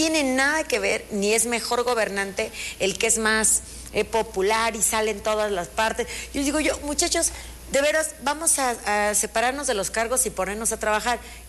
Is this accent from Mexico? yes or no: yes; Morelia, Michoacán, Mexico; soy moreliana, tengo aquí mi corazón, mis hijos aquí nacieron, aquí estudian, toda mi familia está aquí, no me pienso ir a ningún lado, quiero dejar una diferencia aquí en mi terruño querido.